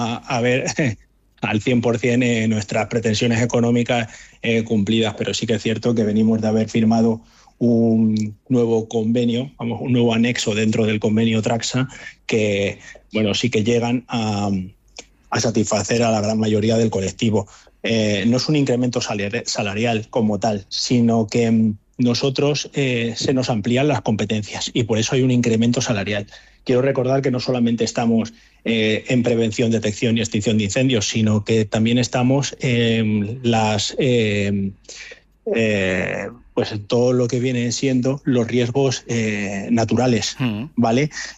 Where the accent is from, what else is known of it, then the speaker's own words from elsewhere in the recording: Ávila, Castile and León, Spain; ahora en mi tierra, en Ávila